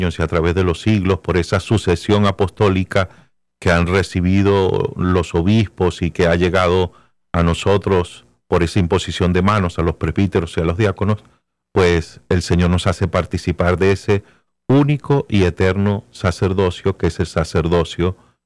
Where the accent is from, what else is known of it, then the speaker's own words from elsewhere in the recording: Valera, Trujillo, Venezuela; mi papá tenía una barbería, todavía está la barbería, en la ciudad donde nací, en Valera, en el estado Trujillo, en Venezuela